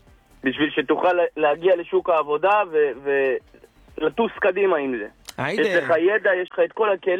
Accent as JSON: {"language": "Hebrew", "town": "Haifa", "region": "Haifa District", "country": "Israel", "said": "אני מקירת חיים"}